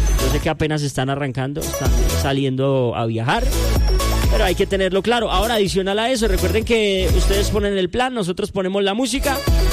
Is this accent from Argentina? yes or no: no; Colombia; A fin de cuentas, pues todos somos colombianos, ¿sí o no?